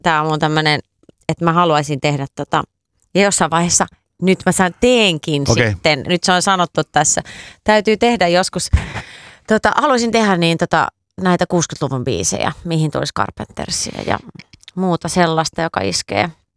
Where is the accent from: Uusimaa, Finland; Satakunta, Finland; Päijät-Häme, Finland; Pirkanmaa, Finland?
Pirkanmaa, Finland; Viiala; Viialassa, mistä mä oon kotoisin, pieni paikka, 5000 asukasta, missä ei ollut mitään tanssiryhmää.